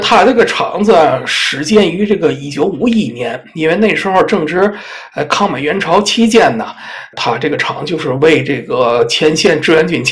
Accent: Tianjin, China

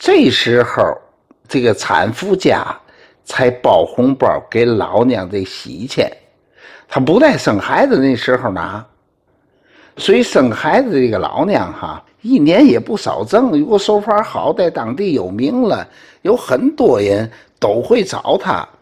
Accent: Tianjin, China

